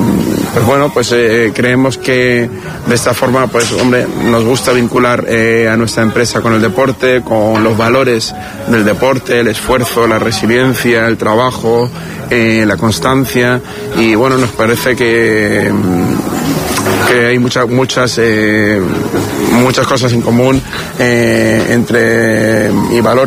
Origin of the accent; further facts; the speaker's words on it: Marbella, Andalusia, Spain; Somos de Marbella, estamos orgullosos de decir que somos empresarios marbellís, malagueños, andaluces, ¿no?